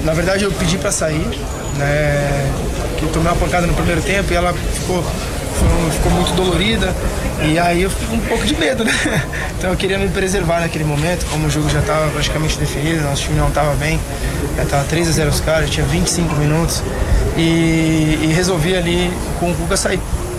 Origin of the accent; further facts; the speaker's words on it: Brazil; Cara, eu sou brasileiro como você também é, né?